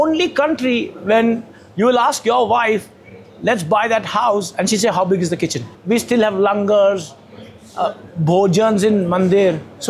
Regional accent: Kolkata, West Bengal, India; moved away as an adult; also born or lived in Trivandrum / Delhi; I was born in Calcutta as a Punjabi kid, living on Bengali food and Calcutta chaat cultures.

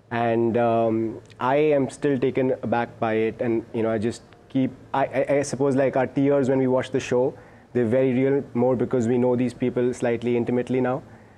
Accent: India; I was born in June 1999.

